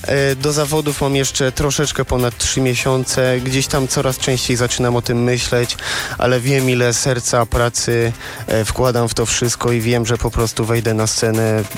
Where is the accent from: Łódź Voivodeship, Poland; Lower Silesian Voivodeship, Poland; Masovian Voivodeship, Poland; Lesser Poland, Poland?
Masovian Voivodeship, Poland; Sochaczew; born there; Jestem z Sochaczewa, tu się urodziłem i tutaj teraz też mieszkam.